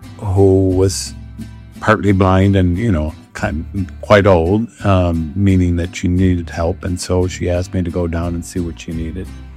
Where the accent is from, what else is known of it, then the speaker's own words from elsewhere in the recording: Chicago, Illinois, United States; I grew up here in Pilsen, down the street, but I've been in many places since then.